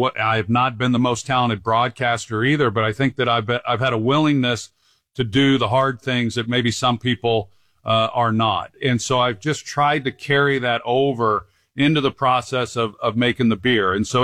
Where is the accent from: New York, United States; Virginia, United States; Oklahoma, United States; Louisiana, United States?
Oklahoma, United States; born or raised there